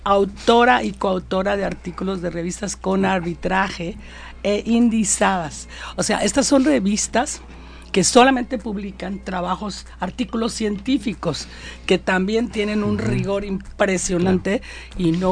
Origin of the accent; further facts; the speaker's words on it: Acapulco, Guerrero, Mexico; yo soy nativa.